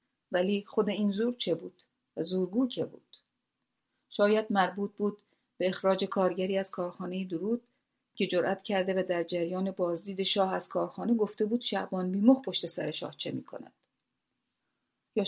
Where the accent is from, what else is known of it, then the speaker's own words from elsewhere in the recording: Abadan, Khuzestan, Iran; also born or lived in Shiraz; من در شیراز متولد شدم و متاسفانه علارغم علاقم به این شهر هیچگاه فرصت زندگی در بزرگسالی را در این شهر نداشتم